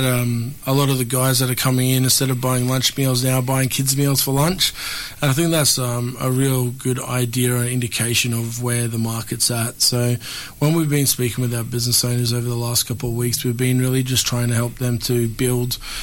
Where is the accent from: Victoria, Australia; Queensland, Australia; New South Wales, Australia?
Queensland, Australia; moved away as an adult; now in George Town, Australia; I'm originally from Queensland. Came down a couple of years ago, about 5 years ago, down here to Tasmania